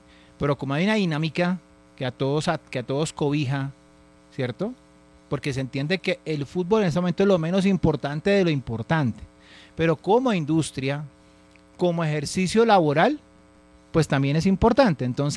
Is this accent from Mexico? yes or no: no; Colombia; Nos toca obviamente como colombianos